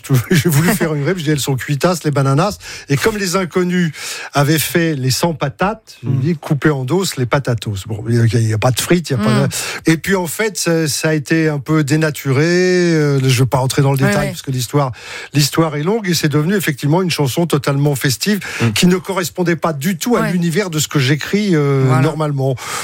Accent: Paris, Île-de-France, France; moi, je suis un parigot.

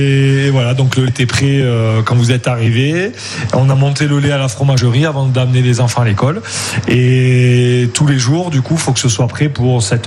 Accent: Nîmes, Occitanie, France; moved away as an adult; also born or lived in Haute-Savoie; Moi, j'ai vécu toute mon enfance à Nîmes. On s'est rencontrés à l'école d'infirmiers à Nîmes. Et puis, voilà, une fois diplômé, on a travaillé une petite année dans le secteur de Nîmes. On est parti, on a immigré en Haute-Savoie.

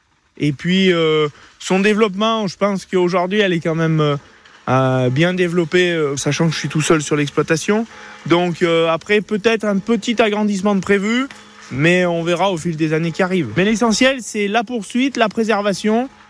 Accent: Quaix-en-Chartreuse, Auvergne-Rhône-Alpes, France; Quai, pour moi, je suis né là, de toute façon. Ça fait maintenant 26 ans que je suis à Quai.

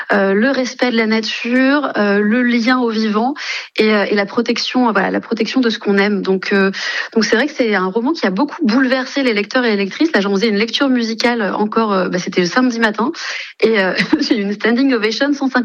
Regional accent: Brittany, France; now in Vaucluse, France; Moi, je viens de Bretagne

